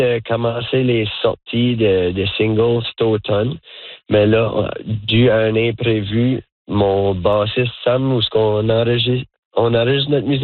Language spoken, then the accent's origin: French; Fall River, Nova Scotia, Canada; moved away as an adult; also born or lived in Wolfville, Canada / Halifax, Canada; now in Campbellton, Canada; J'ai été élevé à Nouvelle-Écosse par mes parents francophones du Nouveau-Brunswick. On était dans une communauté anglophone à Fall River, Nouvelle-Écosse.